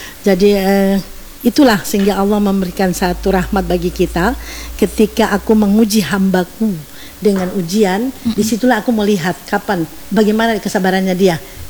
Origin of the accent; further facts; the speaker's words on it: Ternate, North Maluku, Indonesia; Saya asli Ternate, Maluku Utara, Ternate. Ternate di Marikurubung ini tahu Marikurubung itu. Saya pergi kampung di situ.